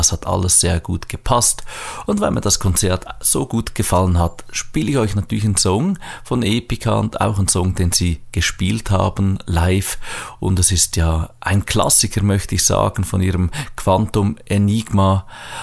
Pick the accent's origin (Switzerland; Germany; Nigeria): Switzerland; Klar, für uns als Schweizer